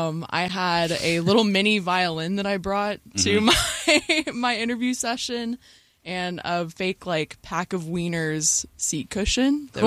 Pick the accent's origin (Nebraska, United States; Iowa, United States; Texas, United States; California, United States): Texas, United States; Austin; I'm from Austin, Texas.